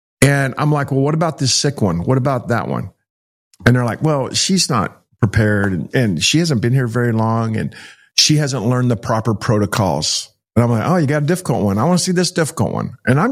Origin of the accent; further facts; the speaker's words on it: Texas, United States; I'm from Texas. Where y'all from?